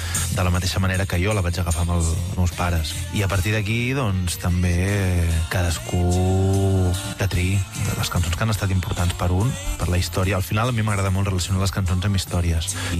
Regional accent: Vilanova i la Geltrú, Catalonia, Spain

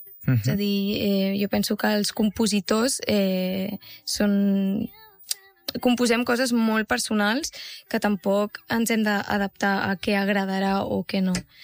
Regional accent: Catalonia, Spain; tenim la gent del Maresme de viure en un poble. Jo estic molt agraïda i per això havia de fer una cançó del meu poble.

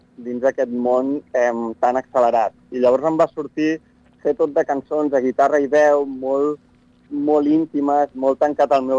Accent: La Guàrdia Pilosa, Catalonia, Spain; aquest poble és el meu poble

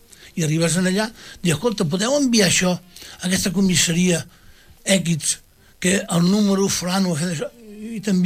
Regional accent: Rubí, Catalonia, Spain; born there; No tenim pobles, som molts desgraciats. Vam néixer aquí a Rubí.

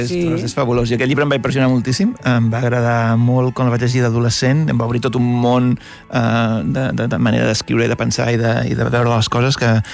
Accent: Catalonia, Spain; first language Catalan; moved away as an adult; also born or lived in England; Jo vivint a fora, com a migrant que sóc, Catalunya és el meu punt de referència, és el lloc on sé que sóc, que hi ha la meva gent.

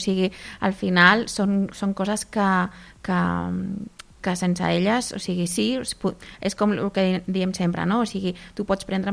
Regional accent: Argentina; now in Caldes, Spain; jo sóc de l'Argentina

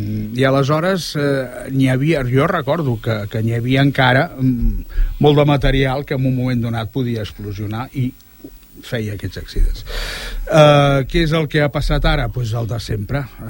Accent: Fondeguilla, Valencian Community, Spain; El poble on jo em vaig criar, en Bart, és un poble que es diu Fondeguilla, que està a uns 4 quilòmetres de la Vall d'Uixó

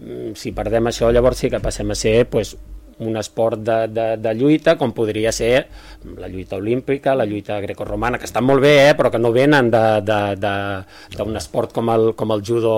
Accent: Santpedor, Catalonia, Spain; moved away; jo soc de Santpedor, ara fa molts que visc aquí

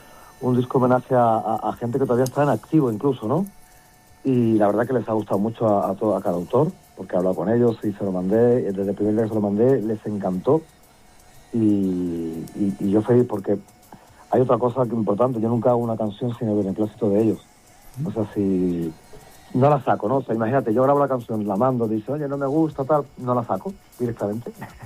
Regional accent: Spain; si no fuese por mi tierra, por España, no sería nadie.

